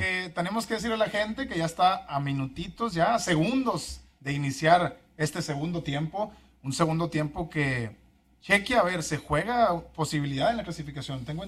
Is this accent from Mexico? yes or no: yes; Mexico; hoy somos más mexicanos que los nopales